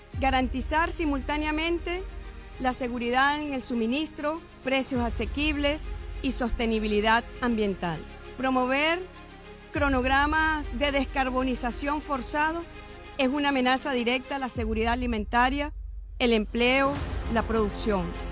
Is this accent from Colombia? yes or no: no; Venezuela; para mostrar de lo que somos capaces los venezolanos de bien, digno y con moral histórica para seguir adelante.